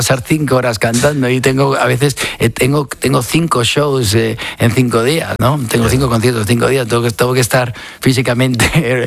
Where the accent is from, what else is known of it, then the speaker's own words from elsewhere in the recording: Spain; first language Spanish; moved away; para aquí, para mi país